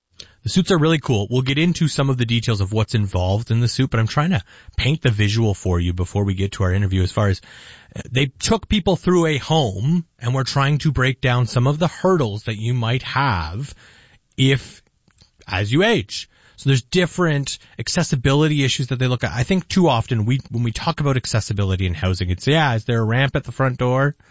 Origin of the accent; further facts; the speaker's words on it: Caledonia, Ontario, Canada; also born or lived in Niagara; Like I was saying earlier, I grew up out in the Caledonia Hamilton way, but then I went to school in Niagara.